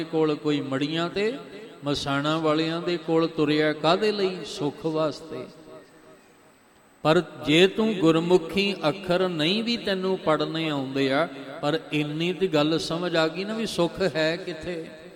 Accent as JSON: {"language": "Punjabi", "region": "Punjab", "country": "India", "first_language": "Punjabi", "said": "ਅਸੀਂ ਪੰਜਾਬ ਦੀ ਧਰਤੀ ਤੇ ਰਹਿੰਦੇ ਹਾਂ, ਸਾਡੀ ਮਾਂ ਬੋਲੀ ਹੈ, ਇਹ ਮਾਤਰ ਭਾਸ਼ਾ ਹੈ ਸਾਡੀ।"}